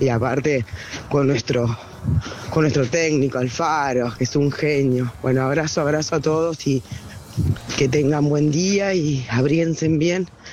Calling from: Pilar, Buenos Aires Province, Argentina

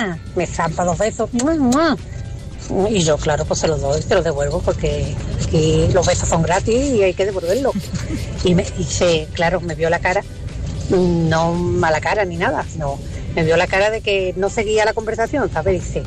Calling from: Dos Hermanas, Andalusia, Spain; de Dos Hermanas.

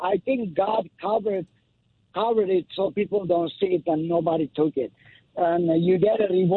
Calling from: Los Angeles, California, United States; Los Angeles.

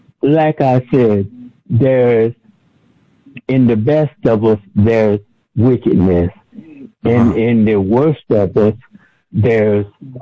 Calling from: Landover, Maryland, United States; I'm calling from Landover, Maryland.

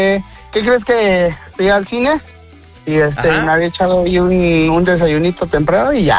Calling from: Ecatepec, State of Mexico, Mexico; Ahorita ando acá por Ecatepec.

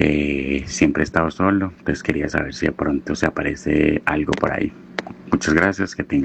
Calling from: Barcelona, Catalonia, Spain; Te hablo desde Barcelona.

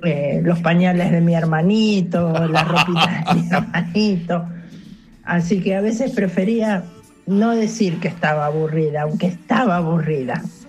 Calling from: Ramos Mejía, Buenos Aires Province, Argentina; de Ramos Mejía.

